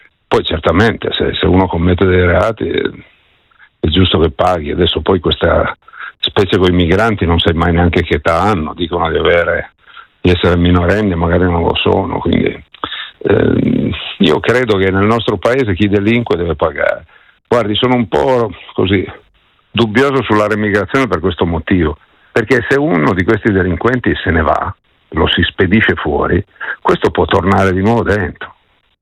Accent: Turin, Piedmont, Italy; born there; pensi che il quartiere dove sono nato, Borgo Vittoria a Torino

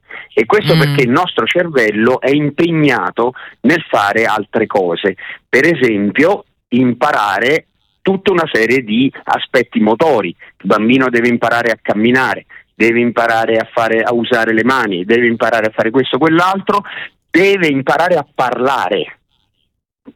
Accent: L'Aquila, Abruzzo, Italy; io sono originario dell'Aquila

